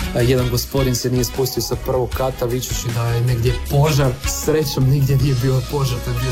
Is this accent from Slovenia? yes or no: no; Prelog, Međimurje County, Croatia; Moram spomenuti da smo spot snimali u mom rodnom gradu u Prelogu, u hotelu Panorama